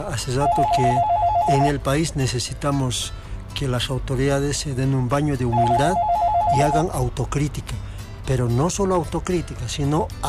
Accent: Tarija, Bolivia; born there; moved away; yo también soy medio tarijeño, soy bachiller del Colegio Eustaquio Méndez Tarija

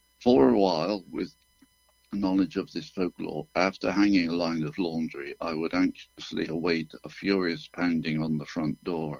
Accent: United Kingdom; moved away as an adult; now in Canada; You can tell from my accent, I'm not yet a Newfoundlander. I was born in the UK and lived there for 40 years before I came over here.

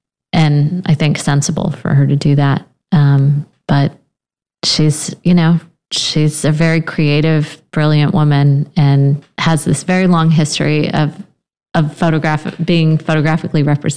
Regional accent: Houston, Texas, United States; moved away as an adult; also born or lived in New Orleans / New York; now in Charleston, United States; I'm from Houston, Texas, born and raised, and then I studied in New Orleans. I lived in New York for 10 years in New Haven.

